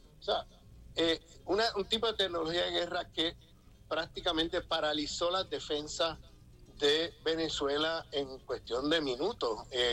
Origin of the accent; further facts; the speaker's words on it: Puerto Rico; como yo vengo del Caribe, vengo de Puerto Rico